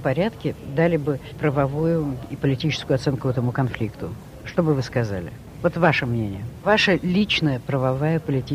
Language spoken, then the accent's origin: Russian; North Ossetia–Alania, Russia; люди могут понять, что я осетинка, и будут серьезные неприятности у меня.